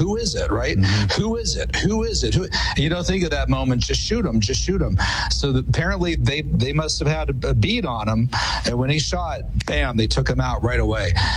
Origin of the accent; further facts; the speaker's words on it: Butler, Pennsylvania, United States; my hometown of Butler, Pennsylvania.